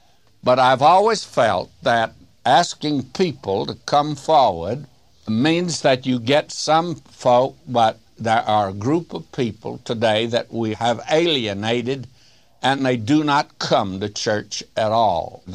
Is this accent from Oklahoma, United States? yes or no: yes; Springer, Oklahoma, United States; I was raised in the South. I can remember as a little boy that they went forward when I was 10 years old under a brush arbor in Springer, Oklahoma, back of an unpainted Methodist church.